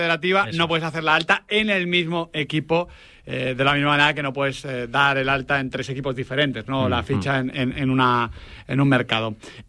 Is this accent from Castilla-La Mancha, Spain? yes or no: no; Santander, Cantabria, Spain; Yo soy de Santander y me compro la camiseta de Chema Aragón.